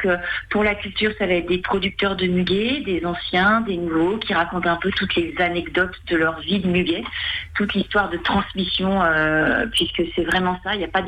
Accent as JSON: {"language": "French", "town": "Nantes", "region": "Pays de la Loire", "country": "France", "said": "moi je suis nantaise"}